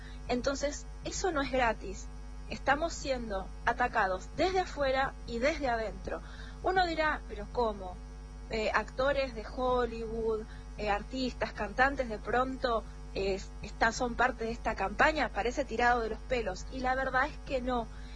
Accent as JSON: {"language": "Spanish", "country": "Argentina", "said": "A los argentinos nos quieren."}